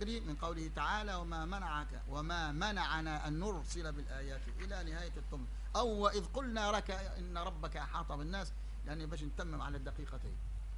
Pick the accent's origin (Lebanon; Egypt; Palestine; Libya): Libya; عندنا في الجنوب في الصحراء، حتى هنا في الصحراء في جنوب طرابلس الغرب